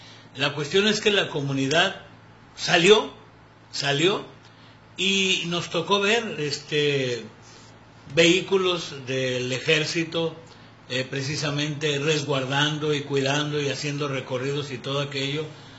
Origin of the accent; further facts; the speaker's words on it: Ciudad Lerdo, Durango, Mexico; moved away; yo hace muchísimos años que dejé mi tierra natal, aunque he vuelto esporádicamente a visitar a mi familia. Se puso en Ciudad Lerdo, Durango